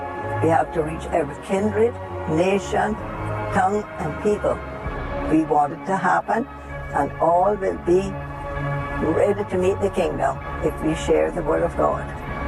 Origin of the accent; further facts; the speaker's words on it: Cayman Islands; I was born in the Cayman Islands 88 years ago, November gone.